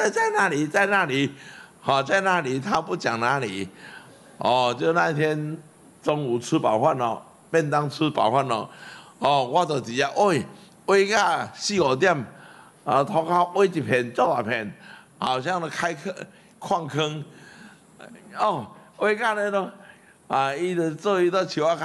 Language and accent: Chinese; Zhongliao, Nantou County, Taiwan; 他请他到我家乡啊，到我家乡的中寮啊